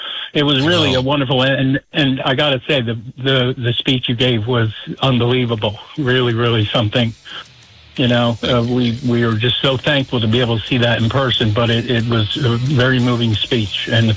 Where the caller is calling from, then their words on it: New Jersey, United States; from New Jersey that called about buying a ticket for the Ellis Island event